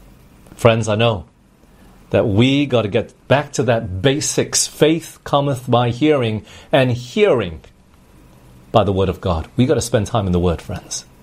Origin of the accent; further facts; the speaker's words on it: Australia; born there; moved away; I grew up in Australia for 10 years